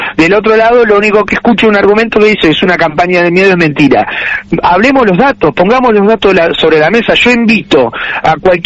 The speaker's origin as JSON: {"language": "Spanish", "town": "Punta Alta", "region": "Buenos Aires Province", "country": "Argentina", "said": "La nafta le sale entre un 15 y un 20% más barato que a nosotros los puntaltenses."}